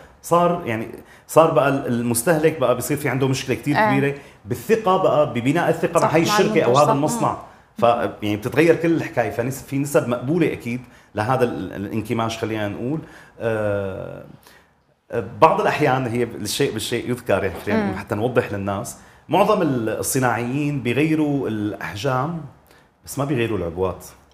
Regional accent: Syria; هم عندنا بسوريا، بالسوق السورية تغير وزنها بشكل جذري

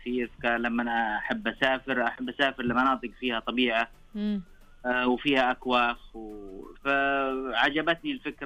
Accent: Asir, Saudi Arabia; قلت أني أنا أحسن مكان ممكن أني أنا أسوي فيه الموقع أنه مسقط رأسي، قريتي اللي أنا عشت فيها، موقعها كان جميل، الموقع كان يعني قريب من منطقة النماص وقريب من منطقة المجاردة

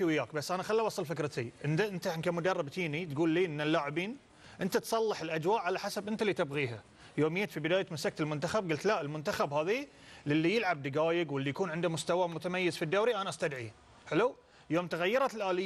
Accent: Bahrain; لان انا بحريني.

